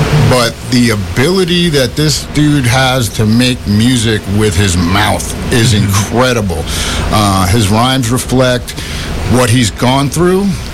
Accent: New York City, New York, United States; now in St. Paul, United States; I'm from Queens

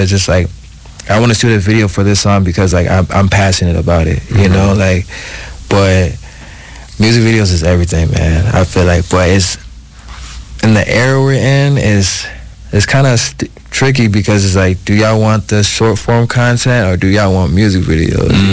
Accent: Minnesota, United States; because I come from Minnesota. I come from the cold, you know. Like we got to hustle in the cold.

